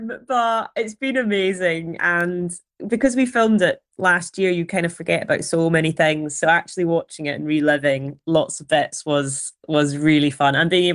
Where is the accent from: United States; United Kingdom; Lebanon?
United Kingdom; Glasgow, Scotland; I grew up in Glasgow, but Italian heritage.